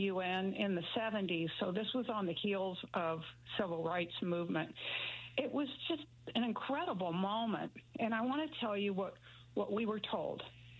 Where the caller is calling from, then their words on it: Iowa, United States; I'm a teenager, and I'm from Iowa, so my worldview is very limited.